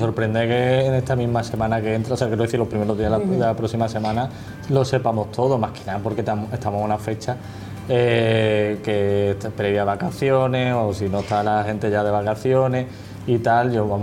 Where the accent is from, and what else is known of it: Andalusia, Spain